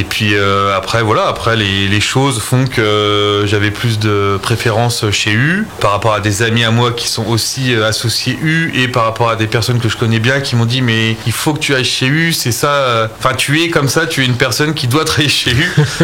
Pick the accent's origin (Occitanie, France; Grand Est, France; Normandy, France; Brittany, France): Grand Est, France; Reims; Je suis natif de Reims.